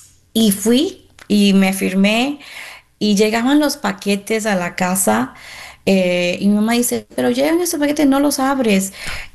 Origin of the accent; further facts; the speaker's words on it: Miami, Florida, United States; moved away as an adult; now in Texas, United States; Yo soy de Miami, esto fue en Miami, yo trabajaba en Sony Music en South Beach, en Miami.